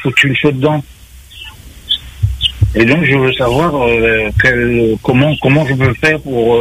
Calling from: Saint-Louis, Réunion; j'habite au Golfe de Saint-Louis.

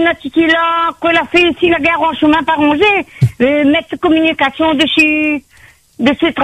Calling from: Saint-Pierre, Réunion; J'habite pas Petite-Île, j'habite sur Saint-Pierre.

